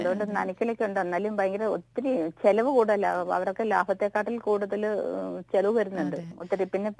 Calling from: Rajakkad, Kerala, India; ഞങ്ങൾ രണ്ടുപേരും രാജാക്കാട്.

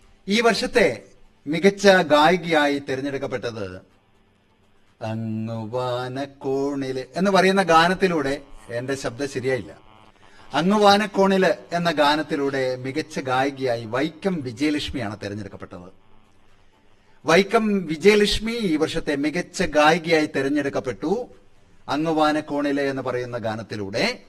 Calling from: Attenganam, Kerala, India; അട്ടേങ്ങാനം അല്ലേ, കാസർഗോഡ് ജില്ലയിലെ.

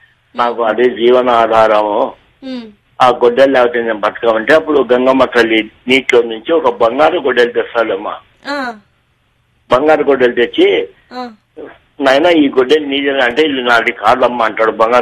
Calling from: Kadapa, Andhra Pradesh, India; నేను కడప నకాశ్రీ నుండి

